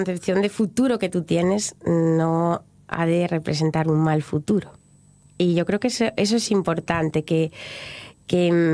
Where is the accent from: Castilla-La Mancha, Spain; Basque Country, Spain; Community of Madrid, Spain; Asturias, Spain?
Asturias, Spain; Gijón; born there; No, pero yo nací en Gijón.